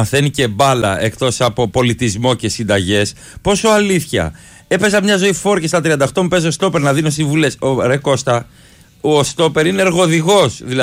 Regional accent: Athens, Attica, Greece

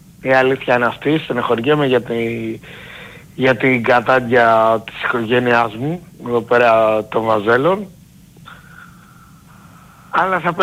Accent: Velvento, Western Macedonia, Greece; Βελβέντο.

